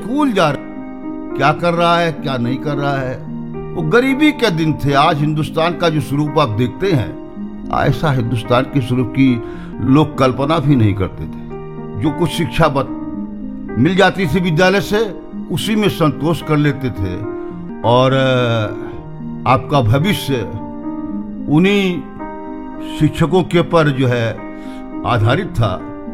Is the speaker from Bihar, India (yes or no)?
no; Bahraich district, Uttar Pradesh, India; वैसे मेरा मूल निवास बहराइच जिले में विश्वनगर के निकट एक गाँव पाठकुरवा में है। मैं ग्रामीण अंचल से जुड़ा हुआ हूँ। मेरी पैदाइश पाठकुरवा में ही हुई, और वहीं से हमने अपनी प्राथमिक शिक्षा प्राप्त की।